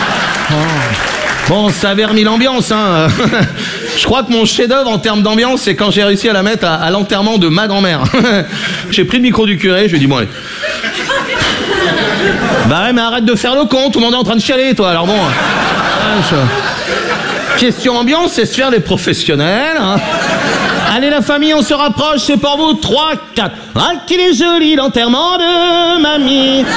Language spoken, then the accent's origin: French; Brittany, France; je suis breton, j'ai 20 ans.